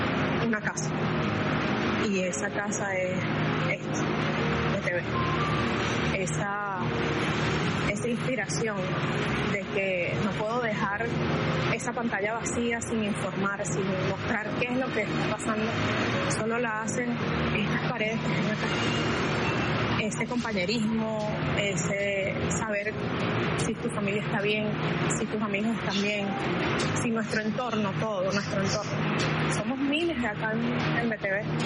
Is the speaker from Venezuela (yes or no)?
yes; Venezuela; vamos a seguir siendo esos venezolanos que somos fuertes